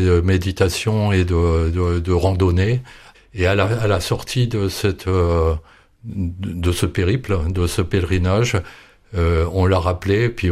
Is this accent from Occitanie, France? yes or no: yes; Occitanie, France